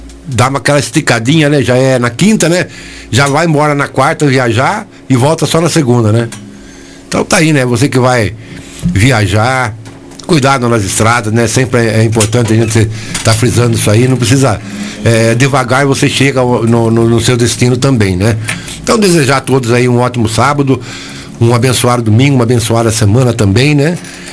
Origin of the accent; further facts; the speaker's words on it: Brazil; Mas a gente, como brasileiro, espera que vá bem, né?